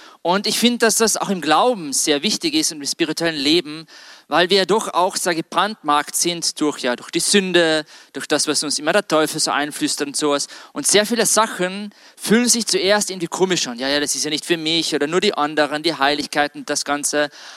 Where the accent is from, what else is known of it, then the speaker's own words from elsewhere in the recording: Austria; Also mehr wie bei uns in Österreich in manchen Fußballstadien drinnen sind.